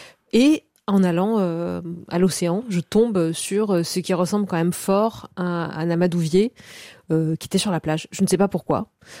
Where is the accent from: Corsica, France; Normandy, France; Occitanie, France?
Corsica, France; moi, je suis donc originaire de Corse et de Moyenne-Montagne, de Castagniccia.